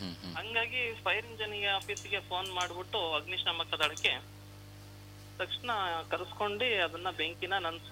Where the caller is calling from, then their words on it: Karehalli, Karnataka, India; ನಾವು ಕಾರ್ಯಹಳ್ಳಿಯಿಂದ